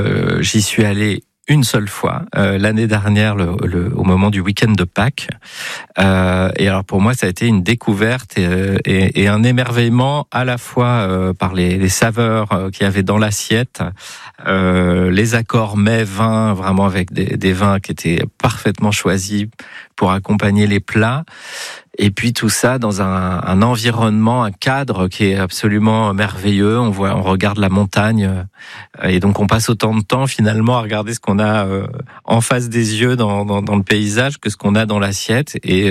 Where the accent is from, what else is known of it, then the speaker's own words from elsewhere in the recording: Nouvelle-Aquitaine, France; moved away as an adult; also born or lived in Normandy / Avignon; now in Basque Country, France; je reste évidemment très attaché aux Deux-Sèvres parce que c'est de là d'où je viens et où j'ai grandi. Mais je choisirais le Pays Basque parce qu'aujourd'hui ma vie est ici